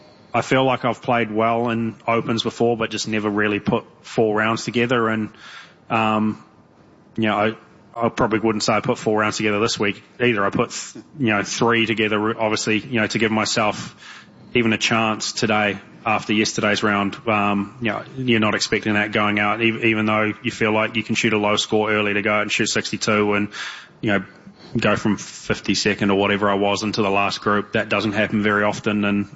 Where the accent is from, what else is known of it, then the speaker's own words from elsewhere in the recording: New Zealand; I think growing up in New Zealand, we play in a fair bit of wind